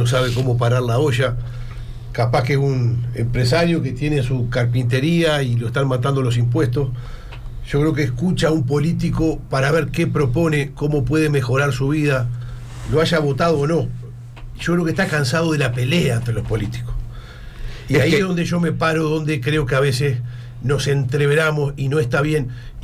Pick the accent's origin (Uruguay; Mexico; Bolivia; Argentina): Uruguay; yo soy un hombre del interior, Enrique, y soy blanco.